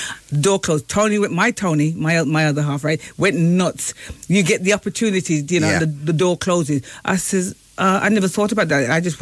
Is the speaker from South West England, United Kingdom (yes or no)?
no; Birmingham, West Midlands, United Kingdom; because I come from Birmingham. That's where I come from